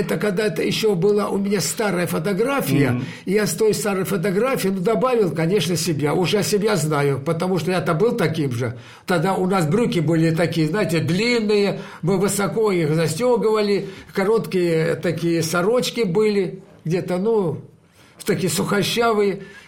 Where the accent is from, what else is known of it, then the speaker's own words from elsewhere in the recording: Georgia; я себя и в паспорте написал, что я грузин, потому что у меня отец грузин